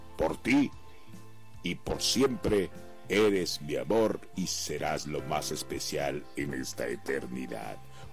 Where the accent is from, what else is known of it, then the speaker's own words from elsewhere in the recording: Bahía de Banderas, Nayarit, Mexico; yo soy de Bahía de Banderas